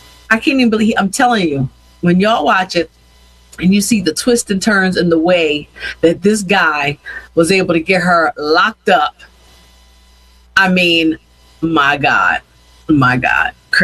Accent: Yeadon, Pennsylvania, United States; Being born and raised in Yaden, I more did things out here where I live instead of going into the city.

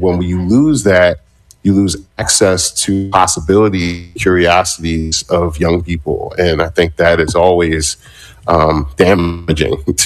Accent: Philadelphia, Pennsylvania, United States; I'm born and raised in Philadelphia, product of William Cullen Bryant Elementary School

